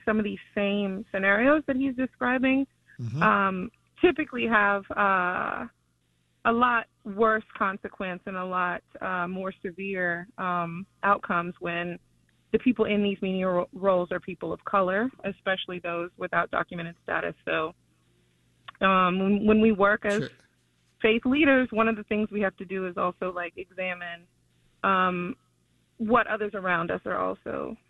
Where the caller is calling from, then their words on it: Queens, New York, United States; I'm actually … that resides in Manhattan, but I am currently calling from Queens.